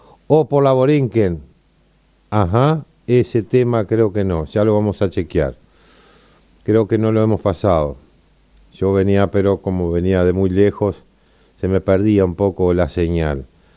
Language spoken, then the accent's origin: Spanish; Uruguay; no somos de San José, pero sí somos uruguayo como el agujero del mate